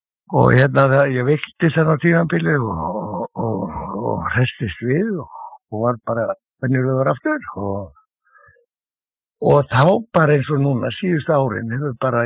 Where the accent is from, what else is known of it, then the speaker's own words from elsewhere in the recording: Reykjavík, Capital Region, Iceland; ég er fæddur og uppalinn í Klefsholtinu